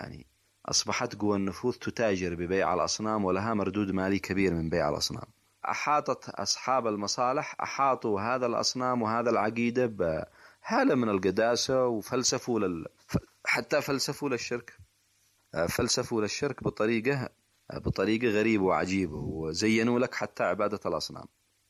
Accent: Yemen

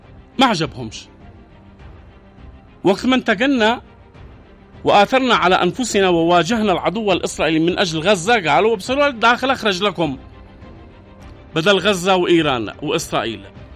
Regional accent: Yemen

